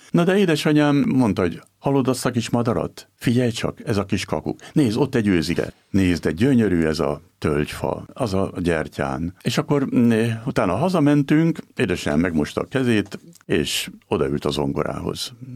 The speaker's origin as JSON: {"language": "Hungarian", "town": "Zebegény", "region": "Pest", "country": "Hungary", "tie": "born or raised there", "also_born_or_lived": "Budapest / Szabolcs", "said": "egy szabolcsi faluba kitelepítettek minket, aztán onnan áttelepültünk Zebegénybe"}